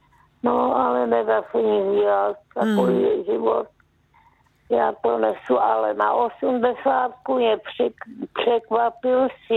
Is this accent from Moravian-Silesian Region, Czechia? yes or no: no; Zlín Region, Czechia; A u nás na Valáchách se neslavilo